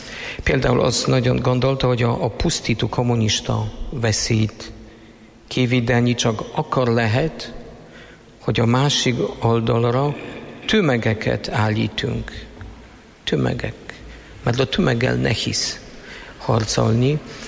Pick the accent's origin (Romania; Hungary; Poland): Poland; Hungarian is a second language; moved away; 3000 évesek lettünk, mint lengyelek